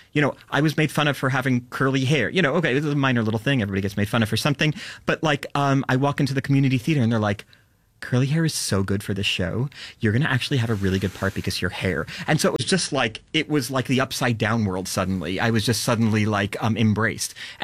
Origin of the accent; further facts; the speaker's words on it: United States; When you see French words like chalet as a Canadian, is it more familiar than me as an American seeing a French word?